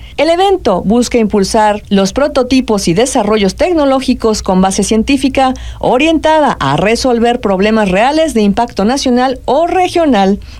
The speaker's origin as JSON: {"language": "Spanish", "country": "Mexico"}